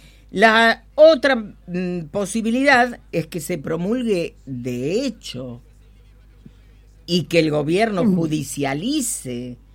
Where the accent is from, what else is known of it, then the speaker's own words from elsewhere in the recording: Tierra del Fuego, Argentina; uno es el legislador Lechman y otro sos vos, somos fueguinos.